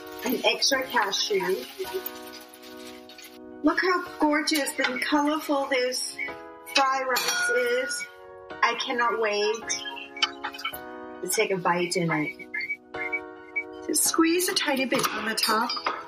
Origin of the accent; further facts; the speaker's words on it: Chiang Mai, Thailand; Growing up in Chiang Mai, I experienced so many beautiful, wonderful things, especially the old school way of cultures.